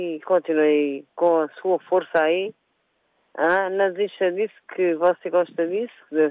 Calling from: Setúbal, Portugal; Eu sou de Setúbal

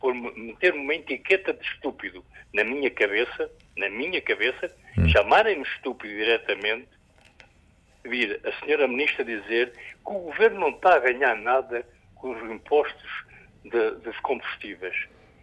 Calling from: Portugal; Eu sou de Portugal continental, sou português, não sou de Moscovo.

